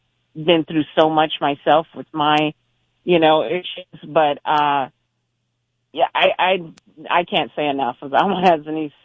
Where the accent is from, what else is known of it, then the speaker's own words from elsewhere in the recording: Houston, Texas, United States; I'm originally from Houston, native Houstonian